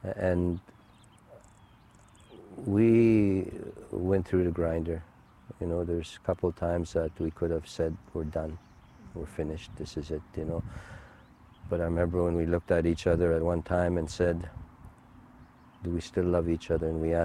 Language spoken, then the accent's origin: English; Canada; first language Cree; My first language is Cree.